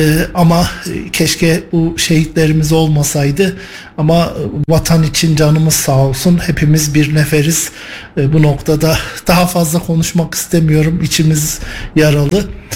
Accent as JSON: {"language": "Turkish", "region": "Kayseri", "country": "Turkey", "said": "Ben Kayseriliyim."}